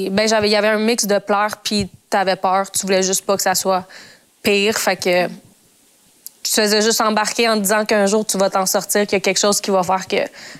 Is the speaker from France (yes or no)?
no; Montreal, Quebec, Canada; j'ai grandi à Montréal, puis mes parents immigrés au Québec.